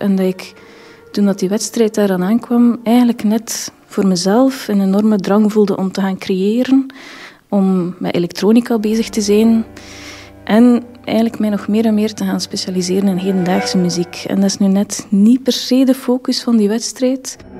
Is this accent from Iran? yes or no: no; Belgium; als Belg kunnen we er bijna van uitgaan dat de zaal wel heel supportive is.